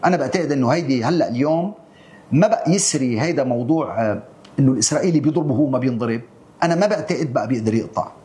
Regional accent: Lebanon; نحن كلبنانيين

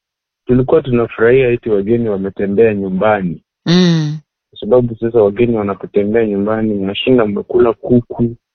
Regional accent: Kisii, Kisii County, Kenya; born there; Ila, mimi nimezaliwa pale Kisii. Nimezaliwa Kisii, lakini sikuzaliwa kwa familia ambayo inamjua Mungu.

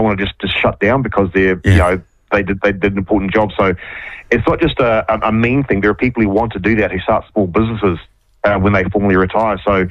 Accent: Waikato, New Zealand; I'm from the Waikato originally

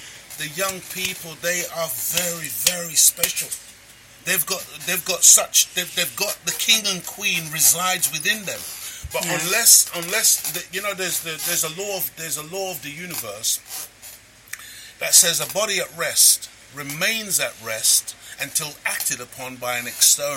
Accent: Jamaica; I'm a Jamaican.

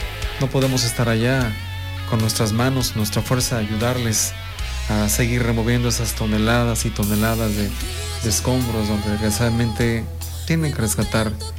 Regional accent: Mexico; si somos mexicanos, somos hermanos

